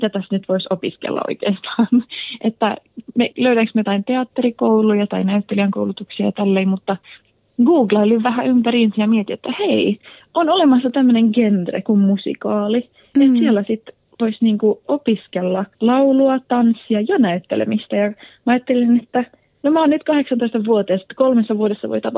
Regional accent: Vaasa, Ostrobothnia, Finland; now in Sweden; mähän oon suomenruotsalainen, että silleen kaksikielinen ja oon käynyt silleen ruotsiksi kaikki koulut.

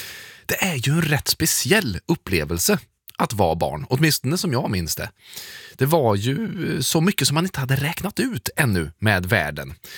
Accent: Munkfors, Värmland, Sweden; Det fanns ju inga i Munkfors där jag växte upp. Det var en stor höjdpunkt man åkte in till Karlstad, va?

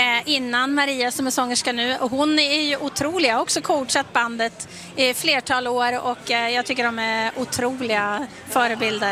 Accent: Umeå, Västerbotten County, Sweden; moved away; Jag är uppvuxen i Umeå.

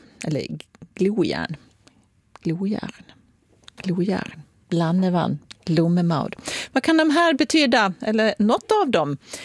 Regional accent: Skåne, Sweden; accent: Scanian; Det hade också varit väldigt kul om någon ville engagera sig i min skånska.

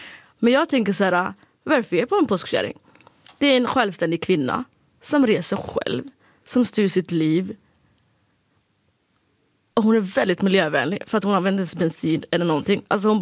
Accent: Sweden; born there; now in Stockholm, Sweden; det var en krock för mig när jag kom till Sverige när jag var yngre

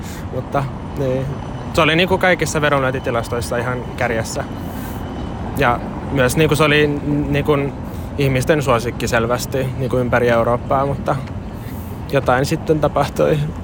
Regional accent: Helsinki, Uusimaa, Finland; 22-vuotias Helsingistä.

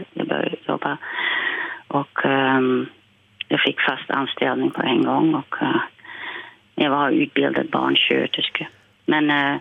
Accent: Silvolde, Gelderland, Netherlands; Swedish is a second language; now in Sweden; Där de bodde och jag var från Silvolde så att jag hade en vän, en tremänning med mig

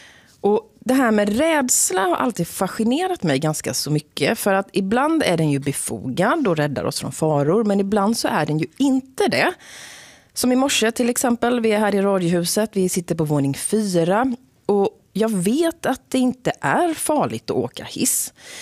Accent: Eksjö, Jönköping County, Sweden; Vi ska till det småländska höglandet och min hemstad Eksjö.

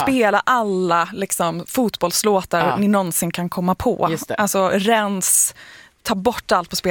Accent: Norway; now in Malmö, Sweden; som norsk

